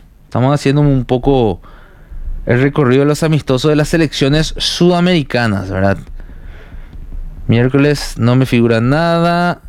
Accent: Paraguay

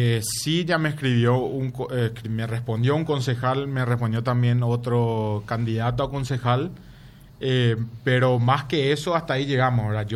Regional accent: Asunción, Paraguay; yo soy asunceno y vivo y hago todo acá.

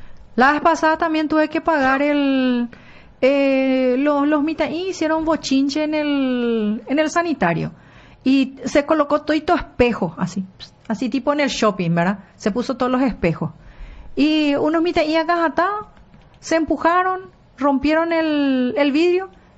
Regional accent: Capiatá, Central, Paraguay; born there; Yo me fui al Enrique Soler de Capiatá y en el Nacional de Capiatá.

